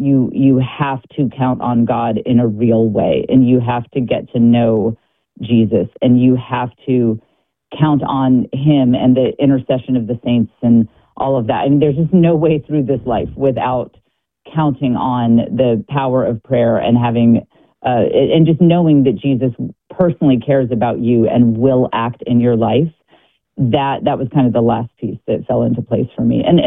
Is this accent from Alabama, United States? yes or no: no; Austin, Texas, United States